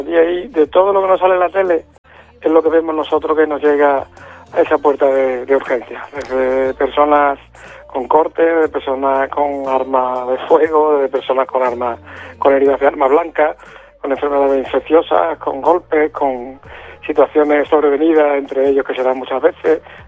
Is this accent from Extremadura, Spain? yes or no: yes; Almendralejo, Extremadura, Spain; also born or lived in Badalona; Pero yo soy de Almendralejo de toda la vida y extremeño